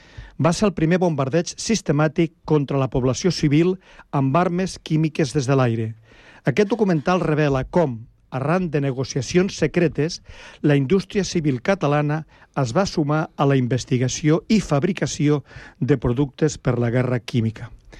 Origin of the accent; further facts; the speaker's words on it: Flix, Catalonia, Spain; i jo sóc de Flix, i quan he sentit això m'ha quedat una mica de pasta de moniato